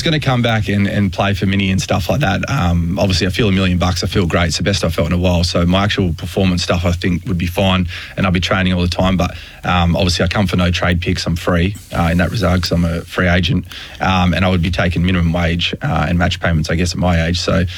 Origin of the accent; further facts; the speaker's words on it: Perth, Western Australia, Australia; moved away; also born or lived in Melbourne; We grew up in Perth together many, many, many years ago.